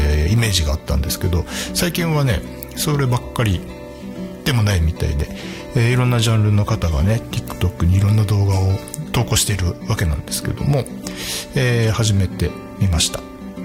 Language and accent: Japanese; Hokkaido, Japan; 美しい洞爺湖畔で普段ね生活をして、そして美しい自然がいっぱいの北海道で生まれ育って、そして今もね北海道で生活している